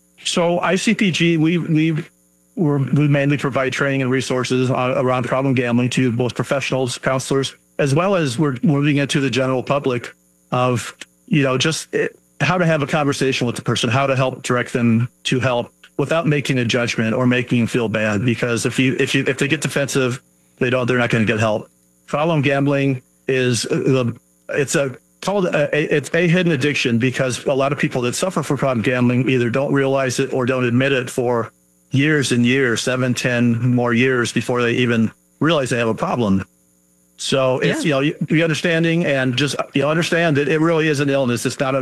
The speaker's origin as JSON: {"language": "English", "region": "Illinois", "country": "United States", "tie": "born there", "also_born_or_lived": "Michigan, United States", "said": "Actually, I was born in Illinois. I've been kind of bounced around the country. I lived in Michigan most recently for about 25 years and made my way back to Illinois about 4 years ago."}